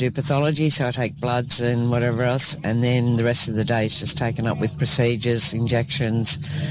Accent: Tamworth, New South Wales, Australia; No, I'm from Tamworth

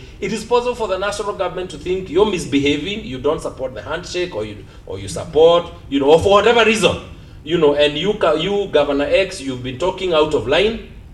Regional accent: Kenya; But I think as Kenyan scholars, as Kenyan intellectuals, as Kenyan professionals

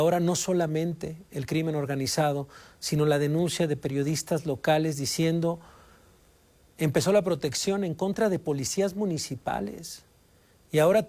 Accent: Poza Rica, Veracruz, Mexico; moved away; gran parte de mi infancia la viví en Poza Rica, Veracruz

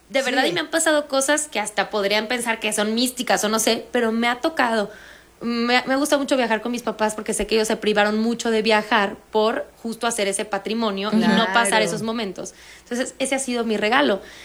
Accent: Huatulco, Oaxaca, Mexico; yo crecí en Huatulco, Oaxaca, en Valles de Huatulco.

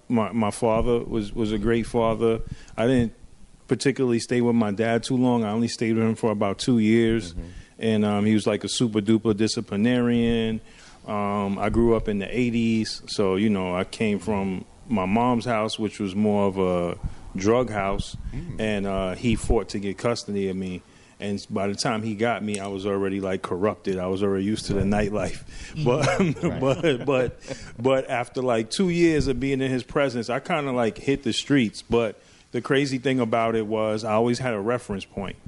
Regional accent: New York City, New York, United States; also born or lived in Brooklyn, New York / Queens, New York; I'm originally from Harlem, right? Okay. So Harlem raised me, but Queens made me.

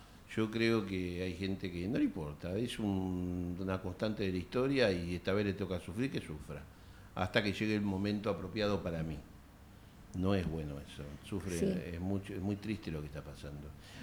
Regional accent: Argentina; los que somos argentinos y argentinas

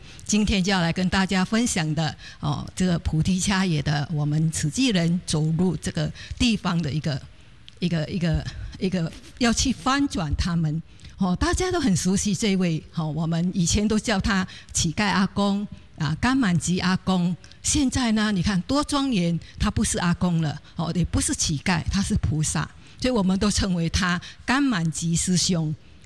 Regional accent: Singapore; 那我来自佛国的新加坡人，

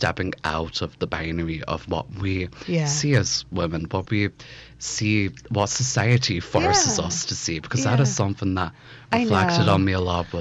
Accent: Belfast, Northern Ireland, United Kingdom; I believe myself growing up in Belfast and growing up when I did has definitely influenced how I even, for example, go about documenting my art nowadays.

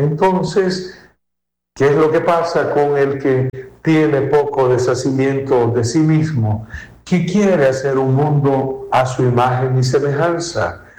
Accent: Sonsonate, El Salvador; como dicen aquí en mi país, como que fueras el último coco de Sonsonate. En Sonsonate, donde hay mucho coco, acá

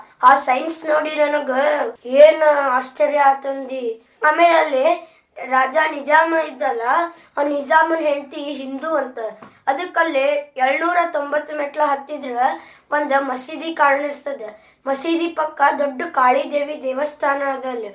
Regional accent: Pashapur, Karnataka, India; moved away; ನಾನು ನಮ್ಮೂರ್ ಪಾಶಾಪುರ್ ಹೋದಾಗ

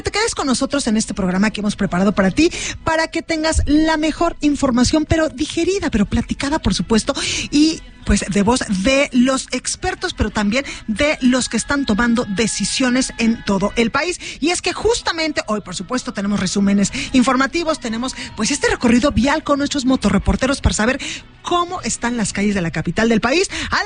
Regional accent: Mexico; Pues soy muy mexicana

